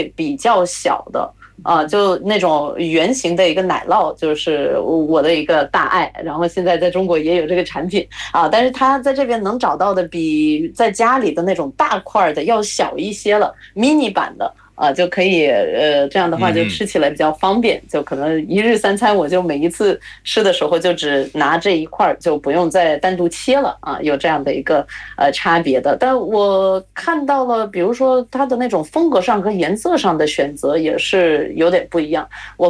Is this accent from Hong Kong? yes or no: no; Latvia; now in China; 大家好，我是来自拉脱亚的 … Sveikisim。